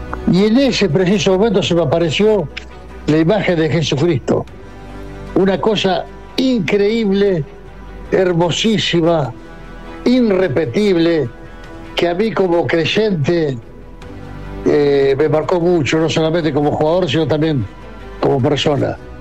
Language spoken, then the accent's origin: Spanish; Argentina; Me río porque siempre el que pierde por excusas, y nosotros lo vivimos en carne propia en el 78, que fue la primera Copa del Mundo que conquistó nuestro país